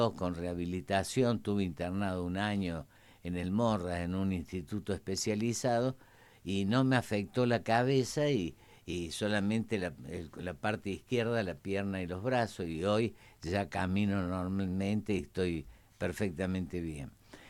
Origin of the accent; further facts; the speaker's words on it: La Falda, Córdoba, Argentina; now in Capilla del Monte, Argentina; cuando volví a mis pagos, pues yo soy de La Falda